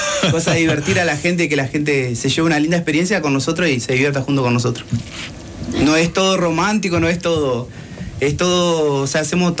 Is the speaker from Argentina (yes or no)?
yes; La Paz, Entre Ríos, Argentina; born there; now in Paraná, Argentina; No, yo nací en La Paz, y me vine en el 2001, por ahí 2002.